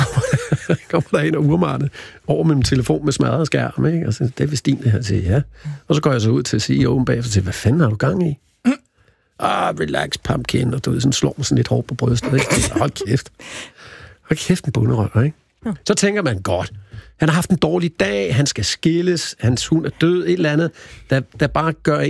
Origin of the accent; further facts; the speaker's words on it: Næstved, Zealand, Denmark; jeg er fra Næstved